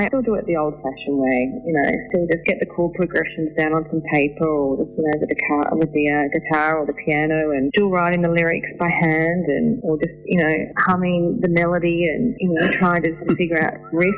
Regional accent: Australia; I grew up in the Mallee, so coming to Canberra to the Mallee was, you know, it's quite an extreme with the weather.

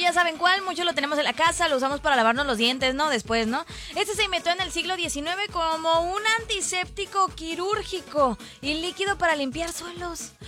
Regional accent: Mexico; Pues somos mexicanos.

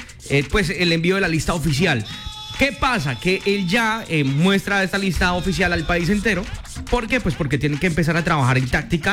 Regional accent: Colombia; como buenos colombianos que somos.

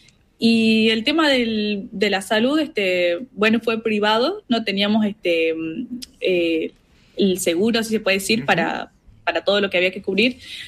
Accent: Tartagal, Salta, Argentina; now in Egypt; Soy argentina, soy de Salta, de una ciudad que se llama Tartagal, al norte.

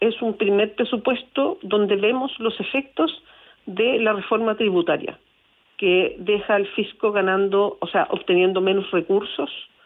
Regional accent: Chile; a mí como chilena, más allá de si soy senadora o no

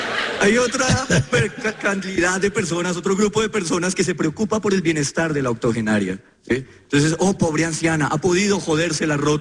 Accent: Colombia

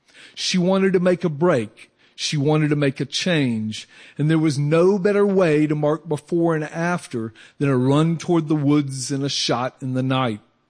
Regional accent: Clinton, Georgia, United States; moved away; we're in Clinton, Georgia, where I grew up.

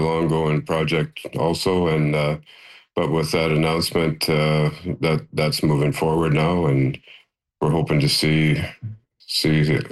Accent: Thessalon, Ontario, Canada; announce another school right here in my hometown of Thessalon for public school.

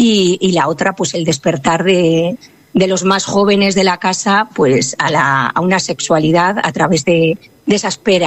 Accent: Toreno, Castile and León, Spain; es gallego, pero soy de Toreno, o sea que soy

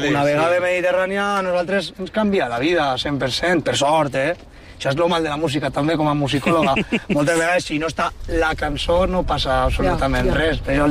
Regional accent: Valencian Community, Spain; accent: Valencian; first language Valencian; De que jo no concebís la meva vida si no la fera en valencià.

